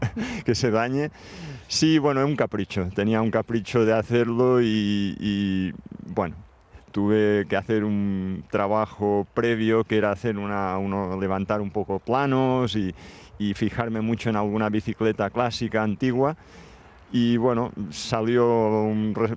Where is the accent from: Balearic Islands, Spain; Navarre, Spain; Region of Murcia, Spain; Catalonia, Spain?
Balearic Islands, Spain; Formentera; born there; Yo he nacido en esta isla, amo muchísimo mi tierra